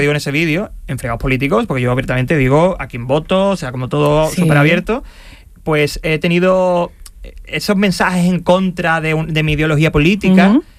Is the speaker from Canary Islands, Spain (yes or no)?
no; Andalusia, Spain; yo en mis redes digo que soy muy andalucista, y verdad que lo soy, muy andaluz y andalucista